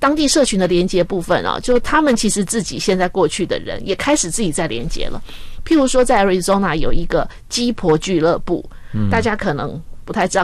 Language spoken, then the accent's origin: Chinese; Hsinchu, Taiwan; 因为我是新竹人啦，